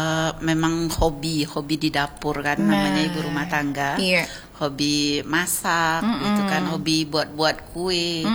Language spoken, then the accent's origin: Indonesian; West Sumatra, Indonesia; Mama yang bundo itu karena dia kawan-kawannya kuliah dulu kan, saya orang Minang.